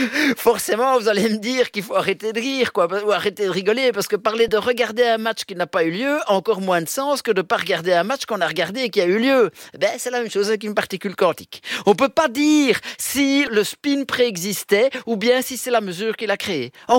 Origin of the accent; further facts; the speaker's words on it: Milan, Lombardy, Italy; born there; because quelque part je suis né à Milan.